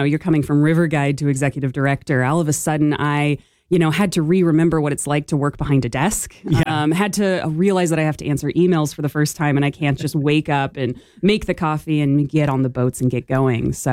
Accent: Boise, Idaho, United States; I also grew up in Boise. I grew up in the Treasure Valley and I was fortunate enough to be running around the foothills all throughout my childhood.

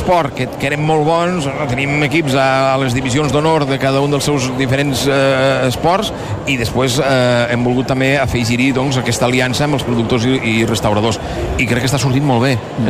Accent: Lleida, Catalonia, Spain; un lleidatà com toca, diguéssim.

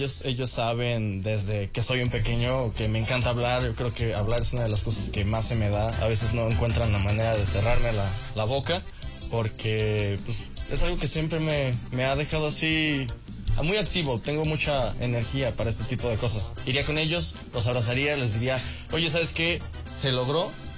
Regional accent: Aguascalientes, Mexico; soy originario de aquí, de Aguascalientes, 100% hidrocálido.

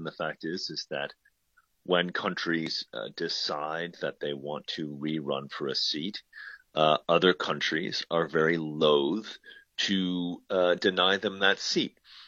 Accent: Burundi; now in New York, United States; because I can't lie and say things are going great in my home country. From here in New York, things look very difficult.

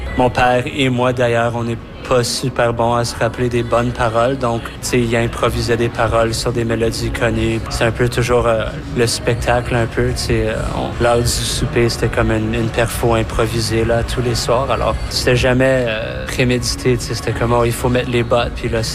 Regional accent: Edmonton, Alberta, Canada; J'ai grandi à Bonnie Doon, le quartier francophone, maintenant où mon père était directeur général ou artistique de l'Unithéâtre.

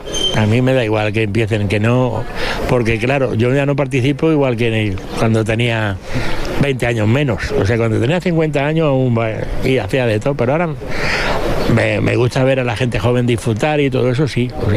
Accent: Jumilla, Region of Murcia, Spain; Sí, claro. Soy de aquí de Jumilla.

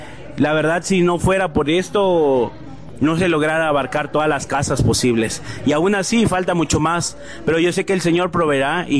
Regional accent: Tuxtla Gutiérrez, Chiapas, Mexico; venimos de Chiapas

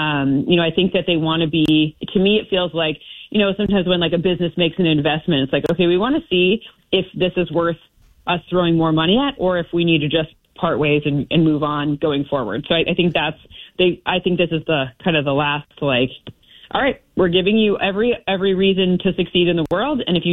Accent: Midwest, United States; I'm a Midwesterner.

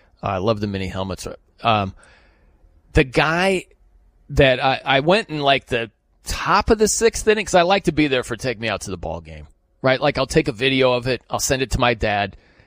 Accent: South Bend, Indiana, United States; So I'm from South Bend, Indiana.

